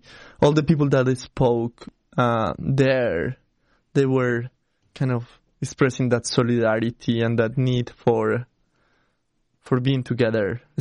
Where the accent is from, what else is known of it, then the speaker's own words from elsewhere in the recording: Colombia; now in United States; I am from Colombia